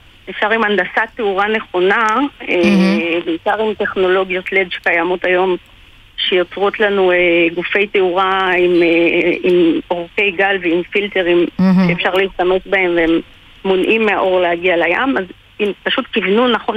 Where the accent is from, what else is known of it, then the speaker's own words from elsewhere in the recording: Northern District, Israel; האמת שגדלתי בגליל, בערים